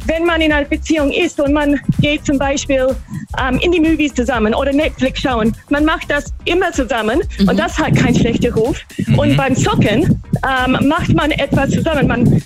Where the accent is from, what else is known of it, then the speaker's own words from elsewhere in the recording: Australia; German is a second language; Nee, eigentlich nicht. Ich komme aus Australien.